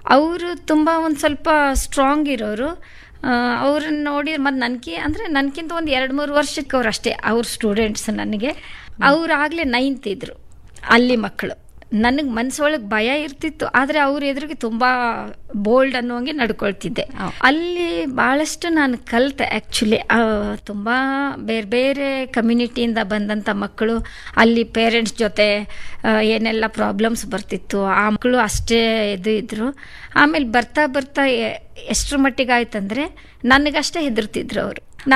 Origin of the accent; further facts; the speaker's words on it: Hubli, Karnataka, India; born there; also born or lived in Mallasamudra, Gadag, Karnataka / Dharwad; ಆಮೇಲೆ ನನ್ನನ್ನು ಹುಬ್ಳಿಗೆ ಹಾಕಿದ್ರು 6th. 6th 7th, ಅಲ್ಲಿ ಹೆಣ್ಮಕ್ಕಳ ಪ್ರೈಮರಿ ಶಾಲೆ ಅದು. ಅದೇ ಹಾಸ್ಟೆಲ್ನಲ್ಲೇ ಇದ್ಕೊಂಡು 8th, 9th, 10th ಹುಬ್ಳಿ ಮುಗೀತು.